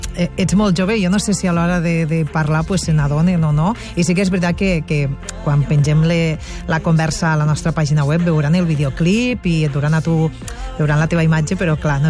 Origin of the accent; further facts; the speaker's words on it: Catalonia, Spain; Per la zona delta, que és més d'on soc jo